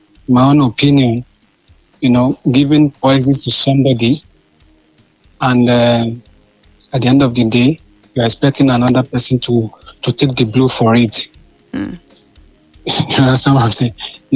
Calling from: Kitui, Kitui County, Kenya; They're calling from Kitui.

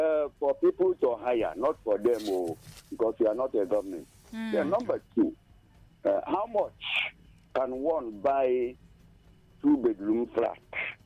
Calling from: Isoko, Delta, Nigeria; I'm calling from Isoko, my name is the local government.

